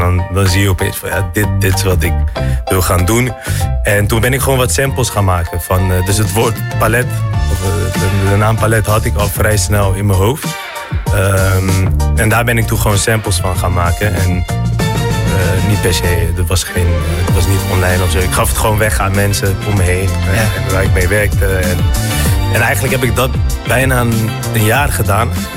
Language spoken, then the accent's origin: Dutch; Eritrea; now in Netherlands